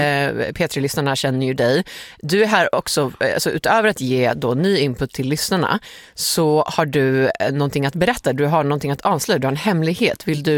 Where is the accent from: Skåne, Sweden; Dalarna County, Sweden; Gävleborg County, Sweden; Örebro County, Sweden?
Örebro County, Sweden; Örebro; Nej, jag är ju från Örebro.